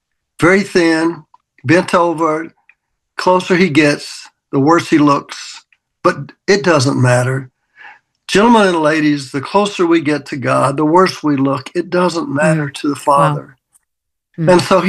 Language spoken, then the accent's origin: English; Mississippi, United States; I grew up in the Mississippi in the era of total racism, fought it as even a young teenager.